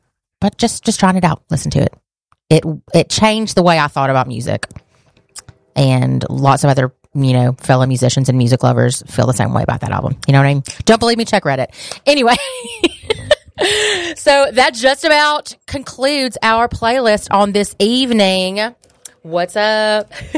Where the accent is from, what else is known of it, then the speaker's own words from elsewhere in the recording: Panama City, Florida, United States; born there; I was born in Panama City, Florida. And my dad, while we were living there in Panama City, Florida as a family